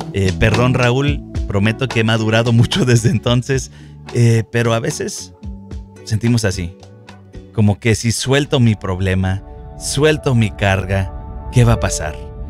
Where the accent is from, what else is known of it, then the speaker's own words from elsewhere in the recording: Texas, United States; Yo soy del este de Texas, entonces tal vez sea un poco country.